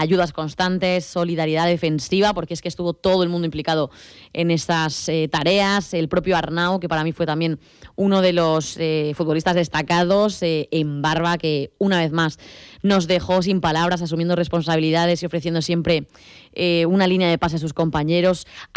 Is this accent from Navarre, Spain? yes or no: no; Andalusia, Spain; ojalá que disfrutemos, pues eso, de que somos andaluces, de que estamos viviendo fútbol